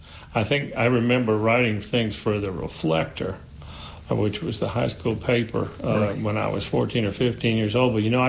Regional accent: Charleston, South Carolina, United States; also born or lived in Nova Scotia, Canada / Norfolk, Virginia; I was born in Nova Scotia and spent most of my early childhood in South Carolina, Charleston, and Norfolk, Virginia at the Naval Yards.

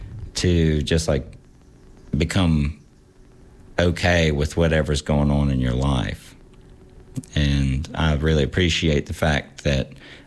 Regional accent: Clifton Forge, Virginia, United States; Growing up in Clifton Forge was, I'll say now, great, because I grew up on a farm.

